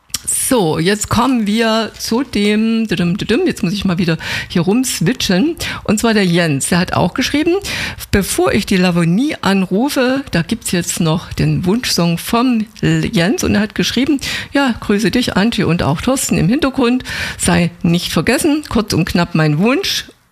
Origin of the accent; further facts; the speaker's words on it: Saxony, Germany; ich bin ja auch eine Sächsin.